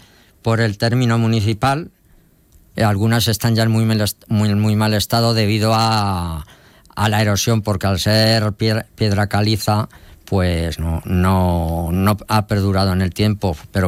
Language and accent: Spanish; Abia de la Obispalía, Castilla-La Mancha, Spain; born there